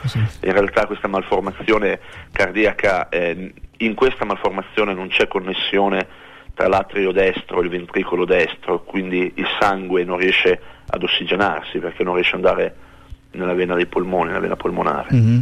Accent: Parma, Emilia-Romagna, Italy; born there; Partiamo da molto lontano, partiamo con la mia nascita. Sono nato a Parma nel 1969

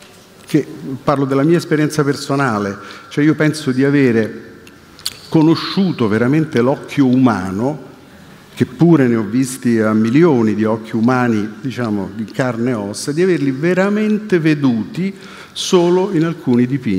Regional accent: Rome, Lazio, Italy; Io che sono nato e vissuto a Roma

